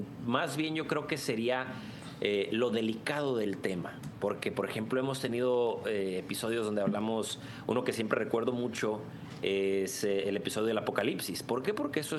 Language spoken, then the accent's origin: Spanish; Sonora, Mexico; now in Los Angeles, United States; Yo crecí en México gran parte de mi vida, en una ciudad muy pequeña, en el estado de Sonora, en el norte de México.